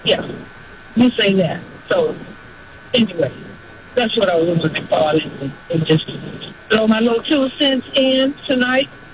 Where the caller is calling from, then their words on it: Stone Mountain, Georgia, United States; Hey, I'm calling from Stone Mountain.